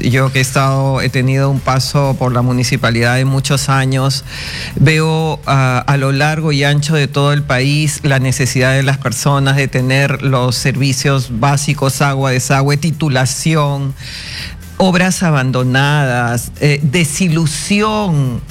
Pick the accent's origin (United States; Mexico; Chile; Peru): Peru; Ica; quienes somos de provincias, yo soy de Ica